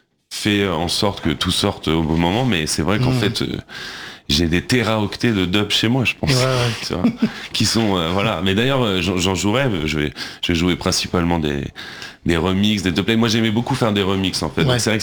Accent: Paris, Île-de-France, France; En fait, je suis né à Paris, 13e.

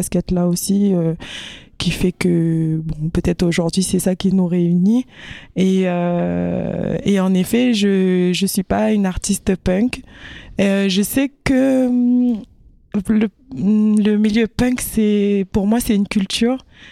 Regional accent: Paris, Île-de-France, France; also born or lived in Kanaky, New Caledonia; Originaire de Kanaky, Nouvelle-Calédonie, donc je me perçois plutôt comme une femme kanak et hexagonale française aussi, parce que voilà, il y a cette culture-là. Moi, je suis née ici, j'ai grandi ici

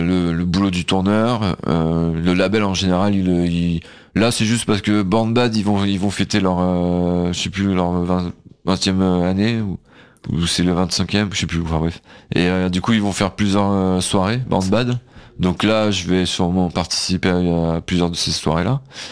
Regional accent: Brittany, France; Je suis breton, ouais.

